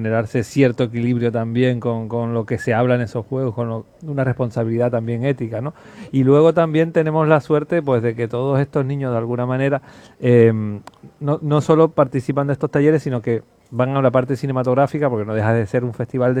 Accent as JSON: {"language": "Spanish", "region": "Canary Islands", "country": "Spain", "said": "sobre todo en un territorio como el nuestro, como Canarias, donde hay una fragilidad muy, muy evidente entre la naturaleza y nosotros y nuestro modo de vida"}